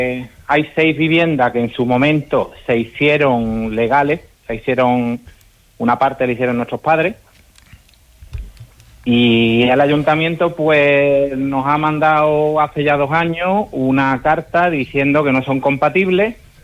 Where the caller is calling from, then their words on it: Málaga, Andalusia, Spain; Yo soy de Churriana y vivimos aquí en la parte baja, sí, en Camino Puente del Rey.